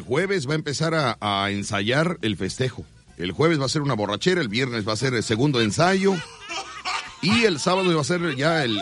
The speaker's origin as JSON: {"language": "Spanish", "region": "Veracruz", "country": "Mexico", "said": "somos de Veracruz, somos veracruzanos, somos de Veracruz, ¿verdad?"}